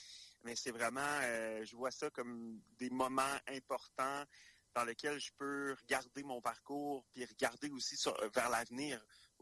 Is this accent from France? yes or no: no; Quebec, Canada; moi, je suis né sur la Côte-Nord, j'ai grandi sur la Côte-Nord, j'ai fait mes premiers cours de musique dans la région aussi.